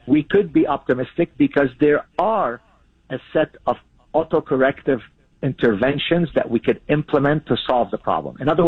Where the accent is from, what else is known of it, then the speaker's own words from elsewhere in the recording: Lebanon; first language Arabic; English is a second language; since Arabic is my mother tongue, since I come from Lebanon.